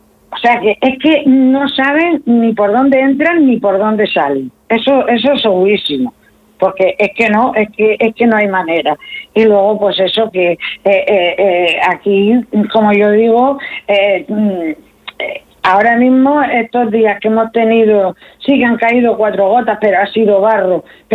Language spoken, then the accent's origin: Spanish; Galicia, Spain; moved away; yo mi intención en un tiempo había sido irme a mi tierra, a Galicia, que yo soy de allí.